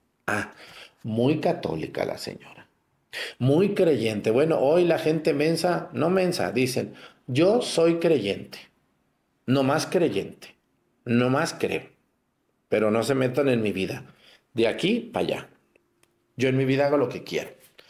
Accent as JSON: {"language": "Spanish", "town": "Mexticacán", "region": "Jalisco", "country": "Mexico", "tie": "born or raised there", "said": "cuando vayan a mi pueblo, Mexticacán, hay 16 paleterías"}